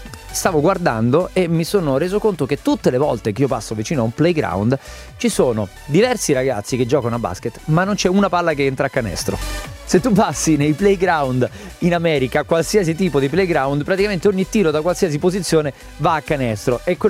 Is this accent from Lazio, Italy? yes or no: yes; Rome, Lazio, Italy; i romani non sanno nemmeno che c'è, lo dico da romano, la famosa metro C